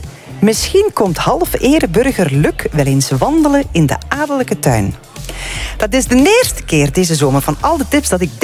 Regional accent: Limburg, Belgium; En als Limburger denk ik echt te weten waar dat die staat vanavond.

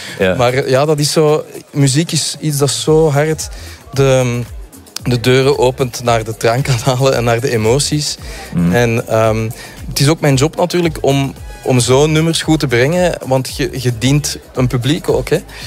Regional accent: Zaventem, Flemish Brabant, Belgium; ik ben eigenlijk na mijn burn-out ben ik gaan stappen en gaan wandelen in Nossegem en in Zaventem, waar ik vandaan kom.

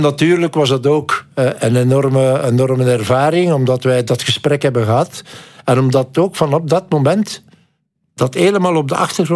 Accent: Belgium; En dan kom je daar als Belg en dan voel je ook dat niemand gelooft in u.

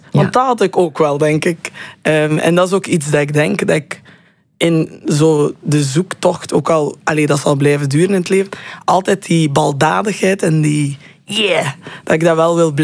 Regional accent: Roeselare, Flanders, Belgium; Dus ik ben in Roeselare opgegroeid en daarna school geweest. En dan op mijn 16e ben ik naar de kunsthumaniora in Brugge gegaan.

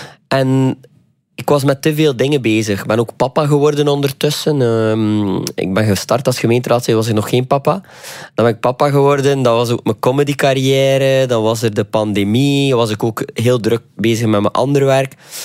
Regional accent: Ostend, Flanders, Belgium; Ik ben een Oostendenaar.

